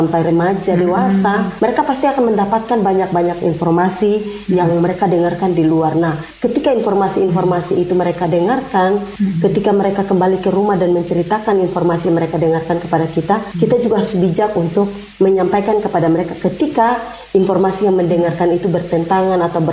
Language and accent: Indonesian; South Papua, Indonesia; sebagai warga Bovendigul